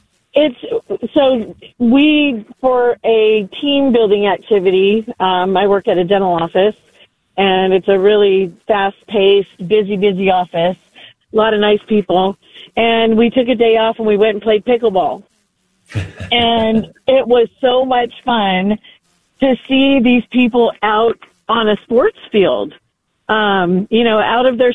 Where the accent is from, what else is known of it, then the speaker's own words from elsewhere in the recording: California, United States; now in Kerrville, Texas, United States; I grew up in Southern California